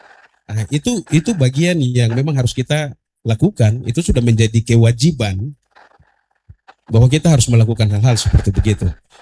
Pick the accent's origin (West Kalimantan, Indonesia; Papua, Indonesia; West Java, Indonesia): Papua, Indonesia; berarti aku Papua.